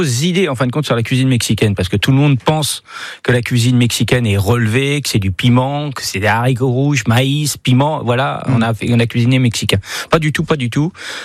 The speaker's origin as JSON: {"language": "French", "town": "Le Mans", "region": "Pays de la Loire", "country": "France", "tie": "born or raised there", "said": "parce que moi je suis natif du Mans à la base, je suis d'origine du Mans."}